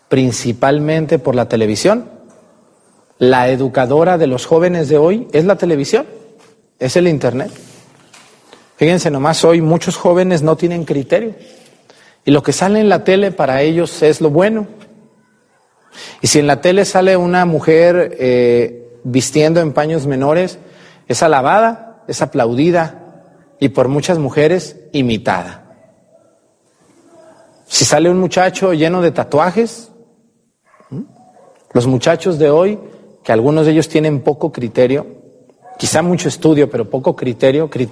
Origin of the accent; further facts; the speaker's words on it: Jalisco, Mexico; yo también tengo muchos familiares en Coahuila que de mi tierra, Jalisco, migraron a Saltillo.